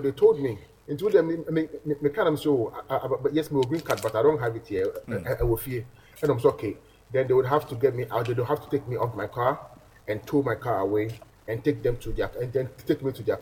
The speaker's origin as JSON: {"language": "English", "country": "Ghana", "moved": "yes", "lives_now": "United States", "said": "I'm from Ghana."}